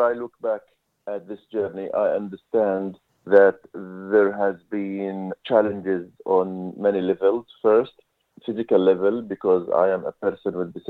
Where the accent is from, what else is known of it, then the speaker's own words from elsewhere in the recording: Saudi Arabia; English is a second language; moved away as an adult; also born or lived in Jordan; now in Australia; I came to Australia from Saudi Arabia. I was 28. Before that, I had finished my school education in Saudi Arabia and university education in Jordan. Came back to Saudi Arabia where I worked as an engineer for 5 years